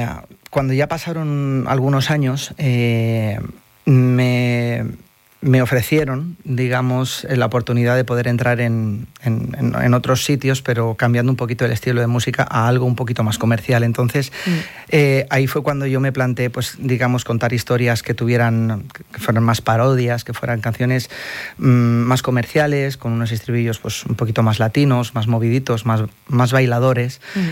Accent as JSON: {"language": "Spanish", "town": "Gandia", "region": "Valencian Community", "country": "Spain", "said": "Queremos representar a Gandía porque todos prácticamente somos de Gandía"}